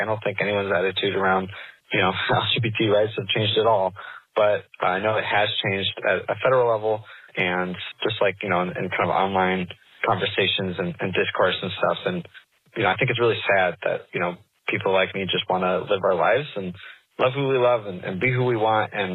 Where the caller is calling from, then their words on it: Chicago, Illinois, United States; I'm calling from Chicago.